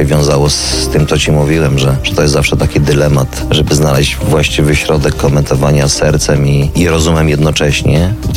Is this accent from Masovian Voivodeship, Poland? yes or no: no; Dębica, Subcarpathian Voivodeship, Poland; bo ja jestem z Dębicy, gdzie mieliśmy wielkich mistrzów w zapasach, mistrzów olimpijskich, mistrzów świata, mistrzów Europy, tak, byliśmy też mistrzami Polski w boksie.